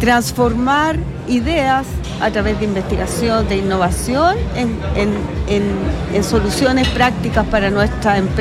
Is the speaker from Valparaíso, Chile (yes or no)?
no; Iquique, Tarapacá, Chile; Los que somos tarapaqueños, iquiqueños de corazón, queremos que las cosas estén aquí y ocurran acá.